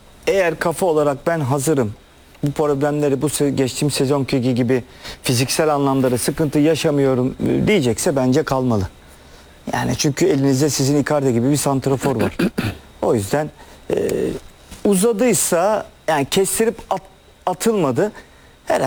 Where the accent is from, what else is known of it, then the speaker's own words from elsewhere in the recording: Istanbul, Turkey; Şeref stadında çocukluğum geçti benim. Top oynadım. Denize girdim. Orada Necdet abilerle işte Ziya abilerle falan büyüdük biz ya. Biz Beşiktaş'ın içinde insanlarız.